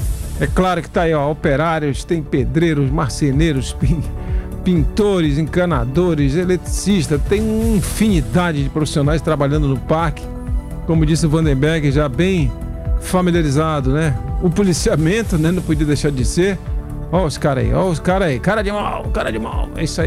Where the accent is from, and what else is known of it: Amapá, Brazil